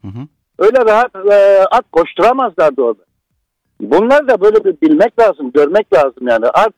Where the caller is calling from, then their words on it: Mersin, Turkey; Mersin'den arıyorum